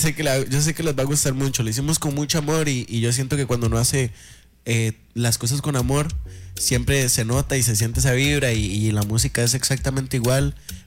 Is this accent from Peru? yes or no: no; Cóbano, Puntarenas, Costa Rica; Yo soy, bueno, Santa Teresa, yo soy de Cóbano. Cóbano es, pues, como a 15 minutos, 10 minutos de Santa Teresa. Pero es una zona de campo, entonces, man, es loco porque yo crecí en la playa, yo soy de costa, pero a la misma vez de campo.